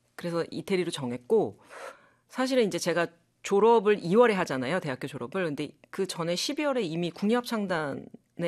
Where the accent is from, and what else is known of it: South Korea; moved away as an adult; also born or lived in Italy